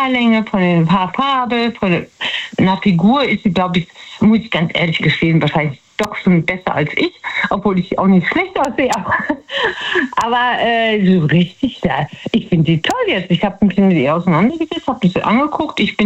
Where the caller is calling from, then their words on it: Betzdorf, Rhineland-Palatinate, Germany; Aus Betzdorf.